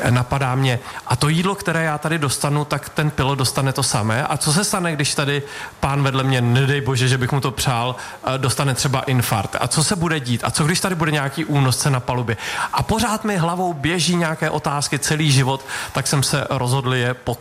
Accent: Bolehošť, Hradec Králové Region, Czechia; moved away as an adult; also born or lived in Rychnov nad Kněžnou / Prague; Narodil jsem se v Rychnově nad Kněžnou, protože v Opočně, které bylo blíž, zrovna malovali. A jinak jsem až do 18 let, kdy jsem pak šel studovat do Prahy, tak jsem žil v Bolehošti.

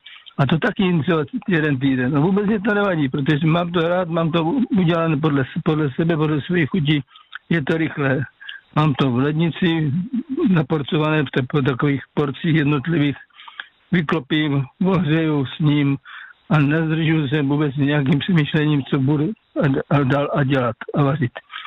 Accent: South Moravian Region, Czechia; já pocházím z Moravskoslovácka, to už víte

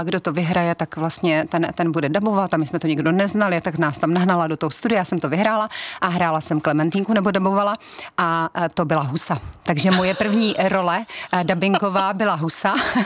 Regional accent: Brno, South Moravian Region, Czechia; Je to tak, ano, já jsu rodačka z Brna. Ráda to říkám i s tím su.

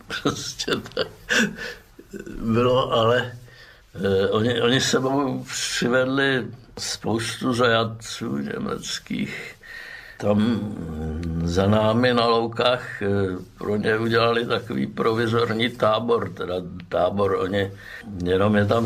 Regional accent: Prague, Czechia; born there; now in Vyskytná, Czechia; narodil jsem se 19. srpna 1943 v Praze.

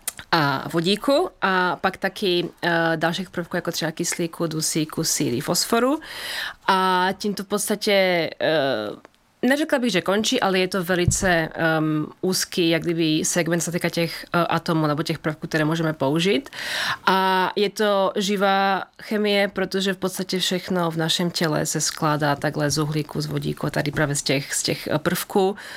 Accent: Bratislava, Bratislava Region, Slovakia; accent: Slovak; Czech is a second language; moved away as an adult; also born or lived in Brno; now in Czech Republic; Tak já jsem z Bratislavy, ano. Žiju tady v Česku už mnoho let, víc než 15 let jsem nějakým způsobem spjata s Českem, takže to považuji opravdu za můj domov.

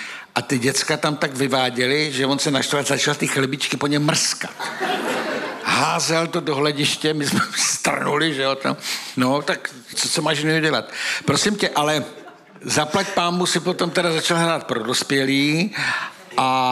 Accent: Moravia, Czechia; já jsem taky z Moravy a taky to člověk má chycený

